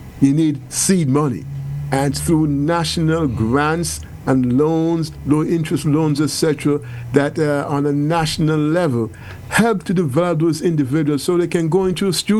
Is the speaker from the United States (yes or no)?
no; Antigua & Barbuda; as a kid growing up in Antigua playing steel band